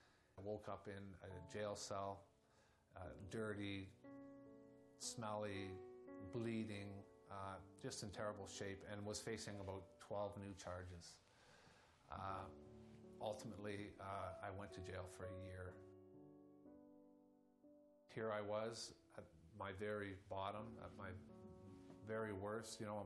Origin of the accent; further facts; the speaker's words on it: Saint John, New Brunswick, Canada; I grew up in St. John, New Brunswick, into it's a relatively normal, typical home.